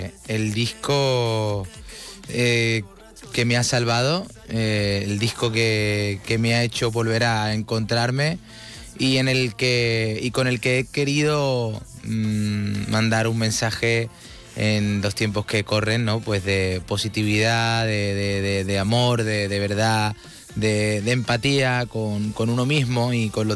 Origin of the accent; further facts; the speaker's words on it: Andalusia, Spain; Soy andaluz y eso lo llevo siempre por bandera.